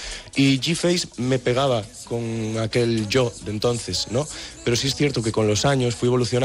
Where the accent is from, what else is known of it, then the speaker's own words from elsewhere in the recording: Galicia, Spain; más por Andalucía, por Madrid, sí, estaba más por fuera que por Galicia. Me costó ser profeta en mi tierra, como se suele decir, ¿no?